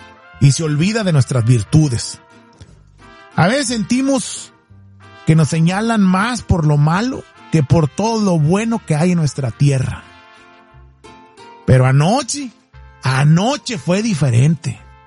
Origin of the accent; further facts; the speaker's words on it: Mexico; que es que soy mexicano y es mi sentimiento, es mi sentir, y es así soy yo